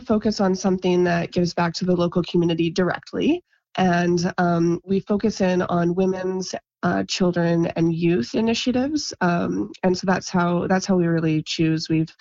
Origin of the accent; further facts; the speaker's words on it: Vernon, British Columbia, Canada; moved away as an adult; also born or lived in New York; I lived in New York and I was born and raised here in Vernon.